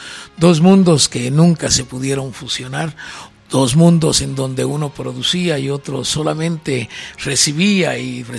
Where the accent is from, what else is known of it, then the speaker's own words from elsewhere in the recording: Guatemala; todos Como guatemaltecos